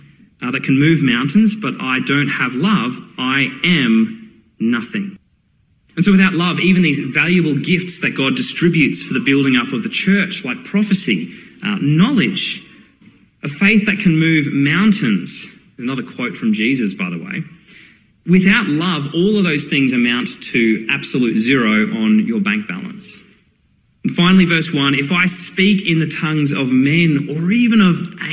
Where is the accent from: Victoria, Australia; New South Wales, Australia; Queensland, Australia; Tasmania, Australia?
Queensland, Australia; Brisbane; About 15 years ago, to the day, Brisbane, my hometown, had one of the worst floods it had in decades.